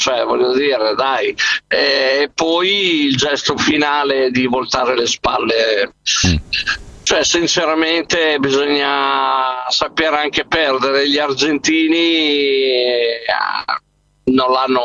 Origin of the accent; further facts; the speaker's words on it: Emilia-Romagna, Italy; anche se sono dell'Emilia Romagna.